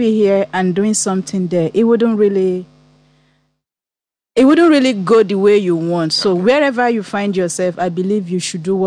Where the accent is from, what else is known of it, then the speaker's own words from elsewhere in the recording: Nigeria; I'm Nigeria.